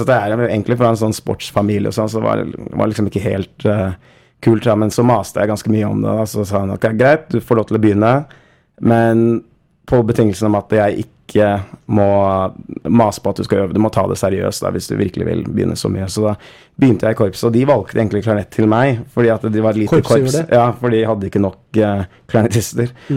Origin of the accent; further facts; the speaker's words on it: Oslo, Norway; Oslo, Nordstrand i Oslo.